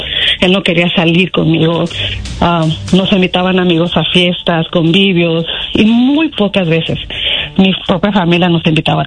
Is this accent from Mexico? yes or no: yes; Mexico; Y a mí me encantan las carreras de caballo, soy mexicana.